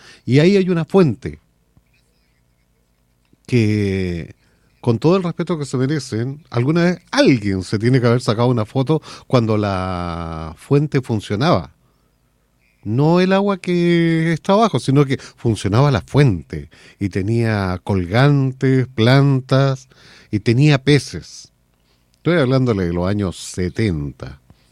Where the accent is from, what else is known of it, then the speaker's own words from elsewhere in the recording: Limache, Valparaíso, Chile; yo me crié en Limache